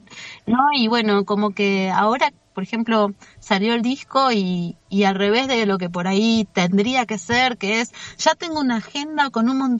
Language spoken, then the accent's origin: Spanish; Trevelin, Chubut, Argentina; acá, en Trevelin, en mi pueblo